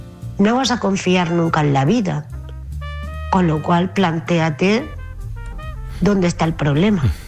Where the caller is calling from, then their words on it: Murcia, Region of Murcia, Spain; Este mensaje va para Óscar.